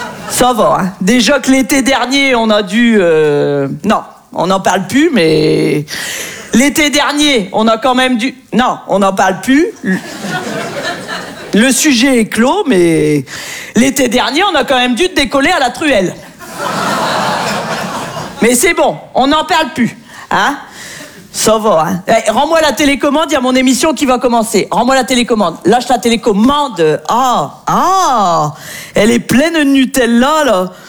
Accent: northern France, France; moi je viens du nord de la France, et c'est vrai qu'on est très gentil dans le nord

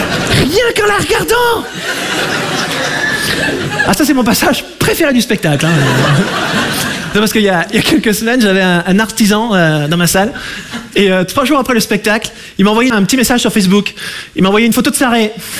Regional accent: Monbazillac, Nouvelle-Aquitaine, France; Alors moi, je vais me présenter. Je viens de Montbazillac, dans le sud-ouest de la France.

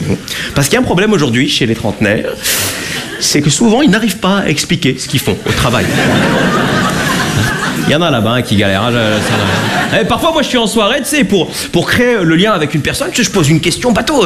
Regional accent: Lausanne, Vaud, Switzerland; Moi, je viens de Lausanne. Les girons, c'est pour les bouseux, donc... À Lausanne, il n'y a pas de girons.

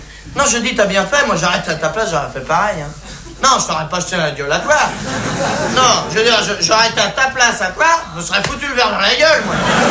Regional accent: France; Les Français, c'est des cons, oui, ben, je suis bien blasé, hein, je suis français.

